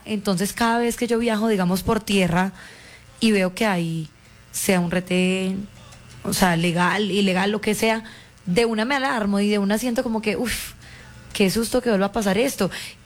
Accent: Entrerríos, Antioquia, Colombia; Nosotros somos de Entre Ríos, Antioquia.

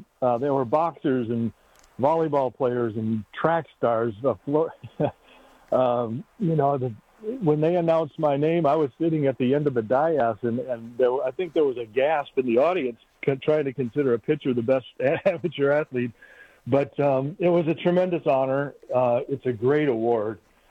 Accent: Flint, Michigan, United States; I grew up in Flint.

